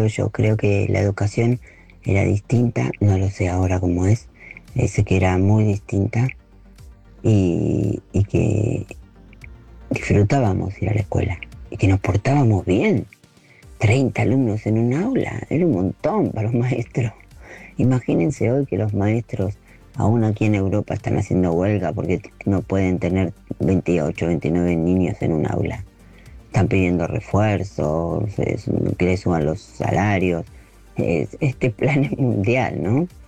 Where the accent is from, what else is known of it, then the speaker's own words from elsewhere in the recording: Verónica, Buenos Aires Province, Argentina; now in Barcelona, Spain; Yo me crié en Verónica, partido de Punta Indio, que en ese momento era partido de Magdalena